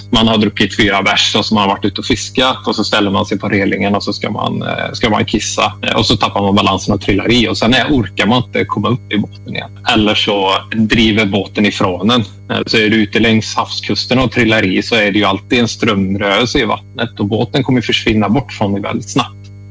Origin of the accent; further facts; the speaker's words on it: Sweden; som svensk